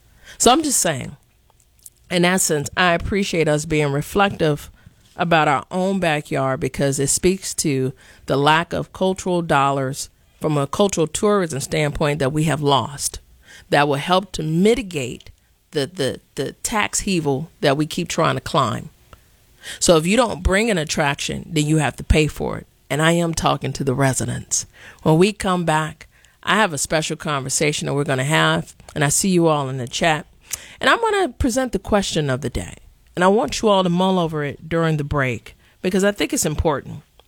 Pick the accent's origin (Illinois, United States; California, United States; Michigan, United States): Illinois, United States; Chicago; pissed off as a Chicagoan